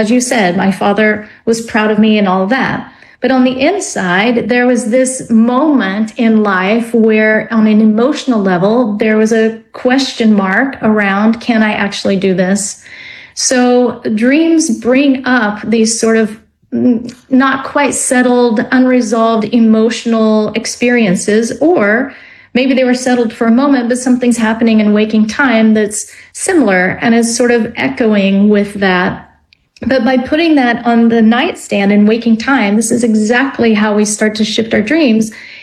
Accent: Texas, United States; I grew up in Texas and found it.

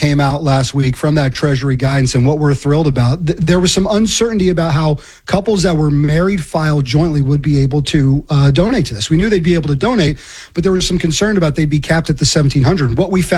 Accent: North Carolina, United States; my home state of North Carolina

